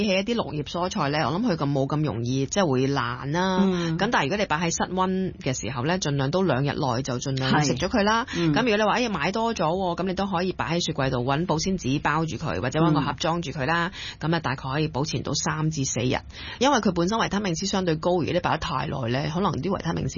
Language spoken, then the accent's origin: Cantonese; China; 咁我哋中國人都有發酵嘅大豆產品嘅喎